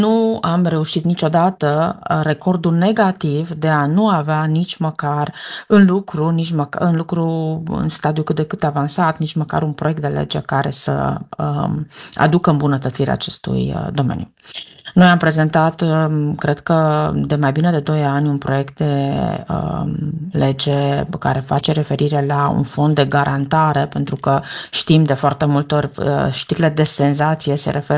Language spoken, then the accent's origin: Romanian; Baia Mare, Maramureș County, Romania; eu sunt din Baia Mare